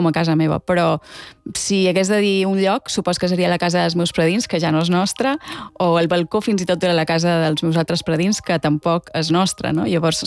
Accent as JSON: {"language": "Catalan", "region": "Balearic Islands", "country": "Spain", "lives_now": "Barcelona, Spain", "said": "Jo que som de Mallorca o som de Barcelona? Clar, no ho sé."}